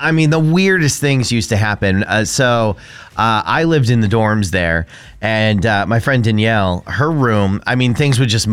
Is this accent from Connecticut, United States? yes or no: yes; Bristol, Connecticut, United States; now in New Hampshire, United States; I grew up in Connecticut, in Bristol